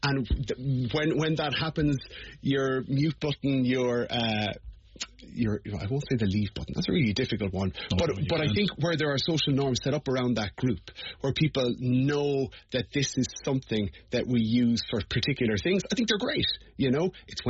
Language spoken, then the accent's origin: English; Ireland; And I think as Irish people, we have different concentric circles of, like, we will, I was talking about this recently